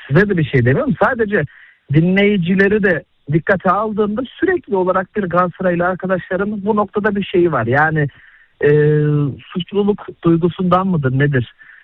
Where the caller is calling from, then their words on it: Istanbul, Turkey; İstanbul'dan arıyorum. Şu an yoldayım da. İstanbul'dayım da, ben de.